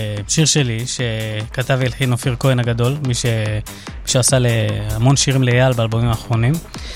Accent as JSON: {"language": "Hebrew", "town": "Kiryat Netafim", "region": "West Bank", "country": "Palestine", "tie": "born or raised there", "lives_now": "Or Akiva, Israel", "said": "התיישבות. במקור, קריית נטפים, אבל עברנו גלגולים."}